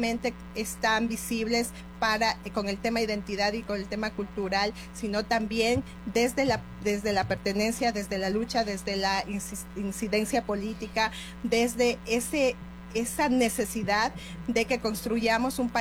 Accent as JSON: {"language": "Spanish", "country": "Ecuador", "said": "Yo soy ecuatoriana"}